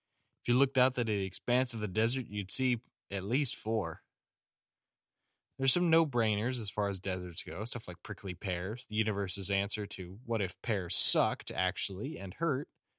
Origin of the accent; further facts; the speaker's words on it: British Columbia, Canada; I'm from the Lower Mainland. How about you? I was born and raised down here, so I've spent roughly 103% of my life absolutely drenched from the rain.